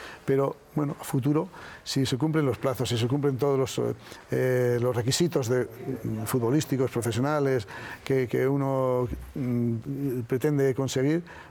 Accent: Spain; es un orgullo grandísimo ser español.

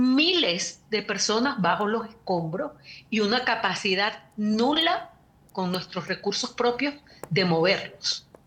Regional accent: Venezuela; now in Caracas, Venezuela; siempre he vivido en Venezuela. Ah. Nunca he vivido en España y sí, pues estoy en Venezuela, donde he vivido siempre

